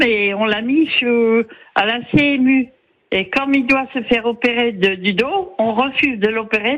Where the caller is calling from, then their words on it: Vire, Normandy, France; J'habite à Vire